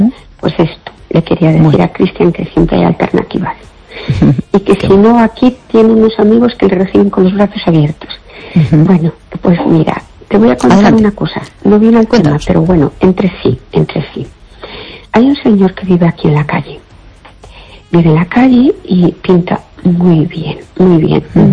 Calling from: Fene, Galicia, Spain; Hola, buenas noches … de Fene, ¿qué tal?

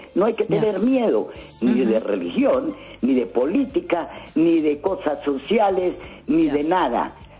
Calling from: Spain; Hablo de España, donde vivo

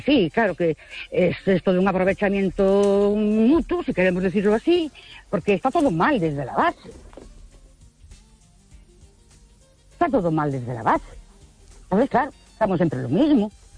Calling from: Ourense, Galicia, Spain; de Orense, buenas noches.

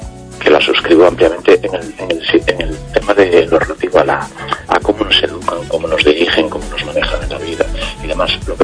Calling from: A Coruña, Galicia, Spain; de Coruña.

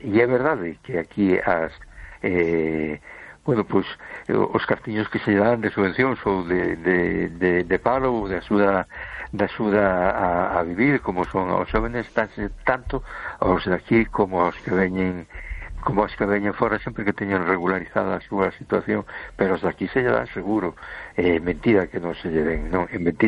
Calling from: A Coruña, Galicia, Spain; de Coruña.

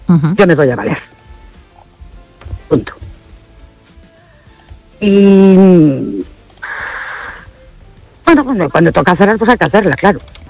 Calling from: Ourense, Galicia, Spain; de Orense.

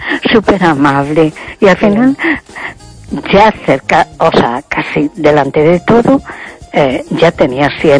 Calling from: A Coruña, Galicia, Spain

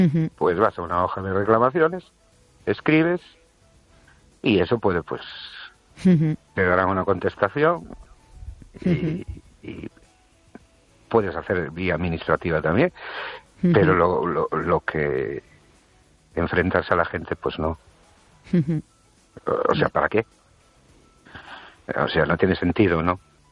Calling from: Ourense, Galicia, Spain; de Orense. Buenas noches, querido.

